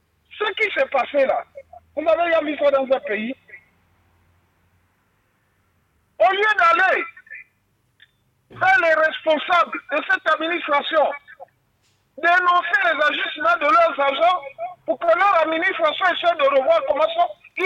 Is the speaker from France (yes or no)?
no; Gabon; même si nous, on ne veut pas nous dire en tant que Gabonais, combien régénèrent les richesses du pays